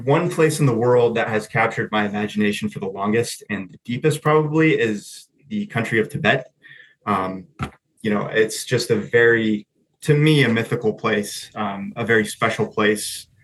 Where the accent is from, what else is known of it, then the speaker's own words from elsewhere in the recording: Oregon, United States; moved away; I've lived and worked in a lot of different places. And, you know, I grew up in Oregon. Oregon is my home.